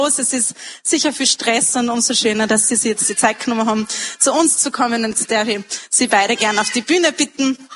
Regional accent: Upper Austria, Austria; sie sind ja das Oberhaupt bei uns in Oberösterreich der katholischen Kirche

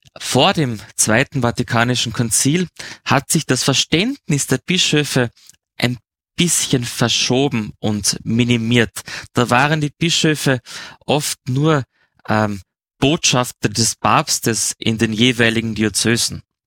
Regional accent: Carinthia, Austria; für mich als Kärntner, Kärntner-Kasennudel, das ist das beste Gericht der Welt

